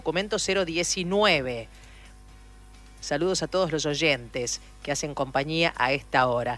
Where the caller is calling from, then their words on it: Lobos, Buenos Aires Province, Argentina; de Lobos.